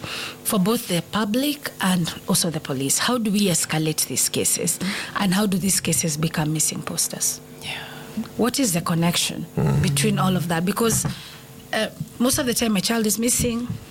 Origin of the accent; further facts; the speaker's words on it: Nairobi, Kenya; I grew up in Nairobi. I was born here, grew up here. We were living in Pangani.